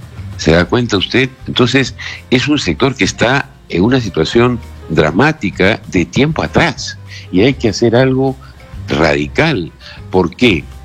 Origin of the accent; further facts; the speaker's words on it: Peru; el problema del sector textil, confecciones en mi país